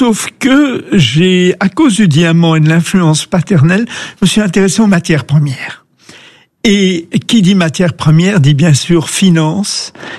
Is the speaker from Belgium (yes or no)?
yes; Brussels, Brussels-Capital Region, Belgium; moved away as an adult; also born or lived in London; je suis bruxellois